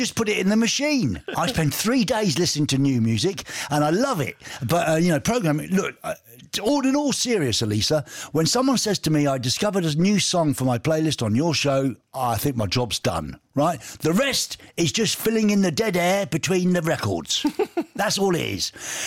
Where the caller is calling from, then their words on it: Heidelberg, Baden-Württemberg, Germany; I'm listening from Heidelberg in Baden-Württemberg.